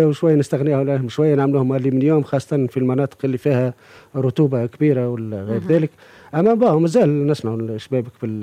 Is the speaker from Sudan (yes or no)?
no; Tunisia